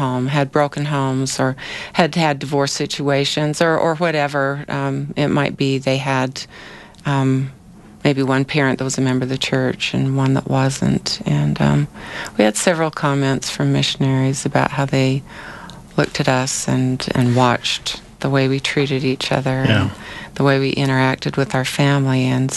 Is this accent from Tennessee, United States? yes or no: no; Rexburg, Idaho, United States; now in Sandy, United States; I grew up in Rexburg, Idaho.